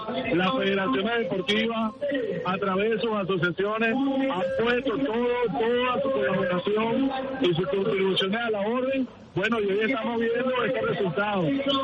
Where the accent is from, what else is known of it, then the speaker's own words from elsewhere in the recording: Venezuela; de lo que somos capaces de hacer como venezolanos y venezolanas